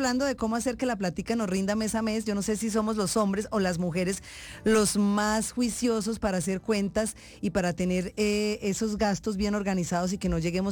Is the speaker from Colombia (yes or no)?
yes; Colombia; Los colombianos tenemos el corazón lleno